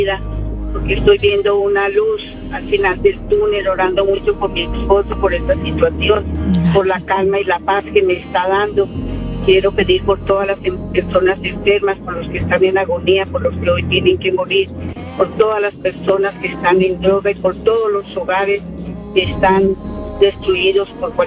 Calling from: Riverside, California, United States; te llamo de Riverside.

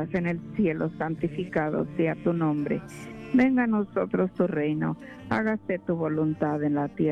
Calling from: Orange, California, United States; Buenos días, Gaby … de Orange.

